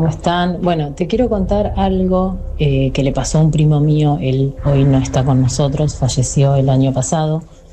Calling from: Hurlingham, Buenos Aires Province, Argentina; Nosotros somos de Hurlingham.

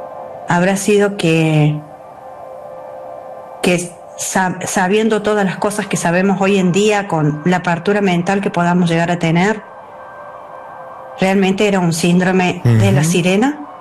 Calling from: Córdoba, Argentina; de Córdoba

